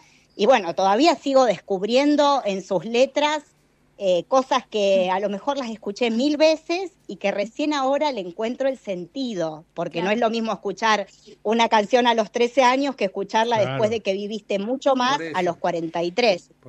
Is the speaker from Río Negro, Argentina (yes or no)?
no; Santa Fe, Argentina; Viajaba porque mi pueblo está a 60 kilómetros de Rosario